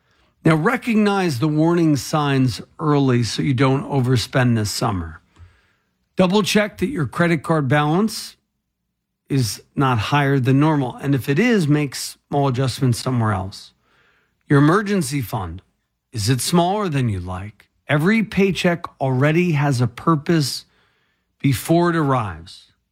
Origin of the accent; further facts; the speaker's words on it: Ocean County, New Jersey, United States; I'm from Ocean County